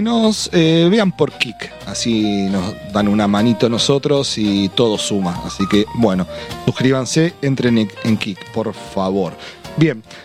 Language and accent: Spanish; Casilda, Santa Fe, Argentina; born there; por el sur de la provincia de Santa Fe, más precisamente en Casilda, mi ciudad natal, ahí a unos 50 kilómetros de Rosario